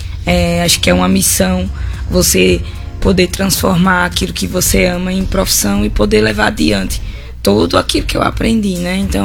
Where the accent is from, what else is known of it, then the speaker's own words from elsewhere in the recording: São Paulo, Brazil; now in Mossoró, Brazil; eu sou paulista.